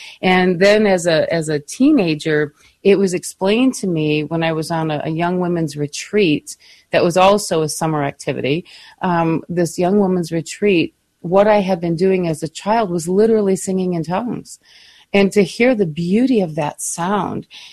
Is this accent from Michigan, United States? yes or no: yes; Michigan, United States; as children growing up in Michigan. You know, we were literally on the lake shore growing up. That was my home. I mean, on the lake.